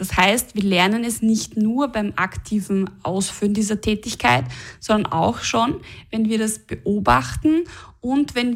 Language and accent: German; Austria; wir alle identifizieren uns irgendwie als Österreicher oder Österreicherinnen